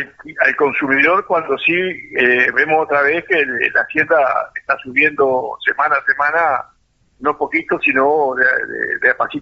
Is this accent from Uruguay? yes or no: yes; Uruguay